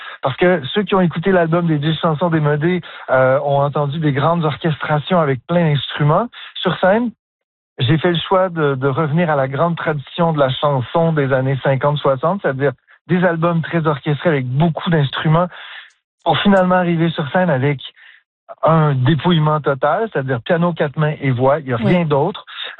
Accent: Ottawa, Ontario, Canada; born or raised there

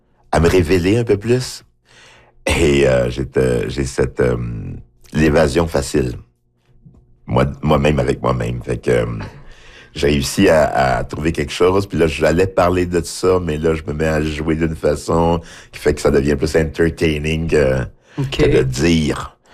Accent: Haiti; Je dis, oui, je viens d'Haïti, mais je suis en Haïti, mais qu'est-ce que ça veut dire? C'est quoi? C'est quoi Haïti?

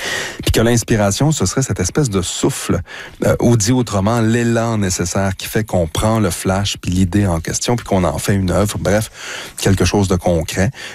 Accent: Drummondville, Quebec, Canada; si je retourne à Drummondville, là où j'ai grandi, pour faire le même exercice de flânerie mémorielle

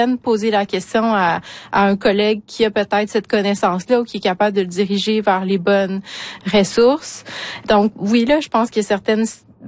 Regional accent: Quebec City, Quebec, Canada; j'ai grandi à Québec, donc hors communauté.

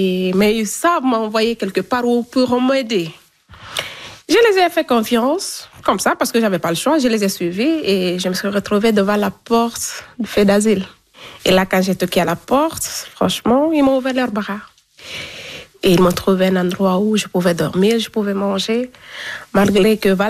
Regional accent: Guinea

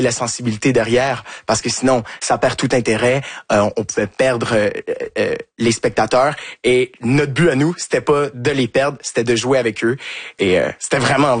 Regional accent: Quebec, Canada; now in France; Et du fait qu'on est Québécois aussi, ça aide. On est dans le sud de la France, c'est un accent qu'ils sont pas habitués d'entendre.

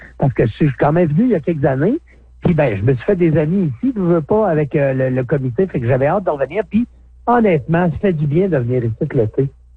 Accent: Quebec, Canada; moved away; Ben, quand j'étais jeune en Gaspésie

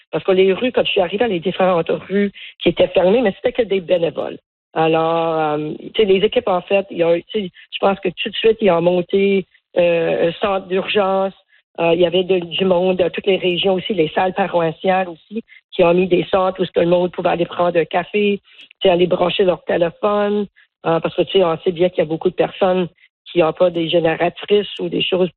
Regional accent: Cape Breton, Nova Scotia, Canada; je retourne chez nous au Cap-Breton ce matin.

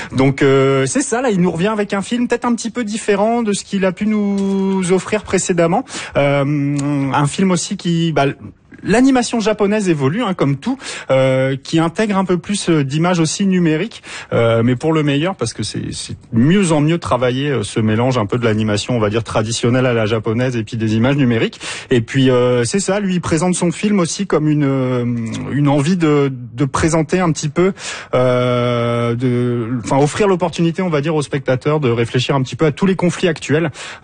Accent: France; now in Quebec, Canada; moi, je viens de France

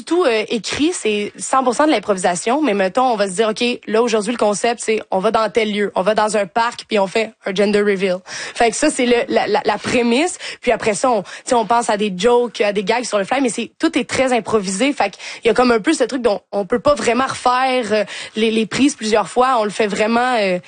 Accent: Quebec City, Quebec, Canada; now in Montreal, Canada; moi, je viens de Québec, j'ai vu un petit peu des gens comme ça, puis je suis dans Hochelaga aussi

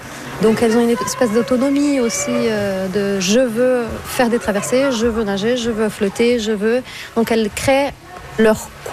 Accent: Brazil; Moi, je suis brésilienne à la base, donc quand je pense à l'Amazone, c'est trouble

